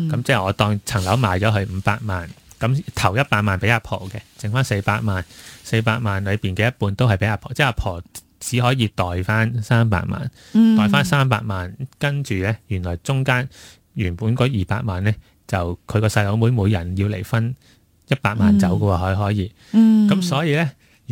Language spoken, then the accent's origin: Cantonese; Hong Kong; 其實我哋香港人咧